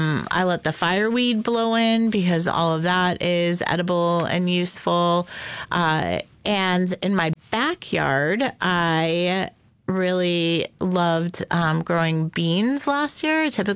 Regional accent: Connecticut, United States; now in Alaska, United States; I grew up in Connecticut

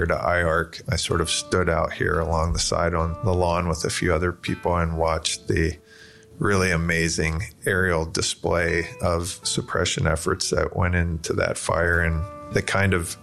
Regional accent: Pennsylvania, United States; Like Jacob and Trish, I grew up on the East Coast in Southeast Pennsylvania.

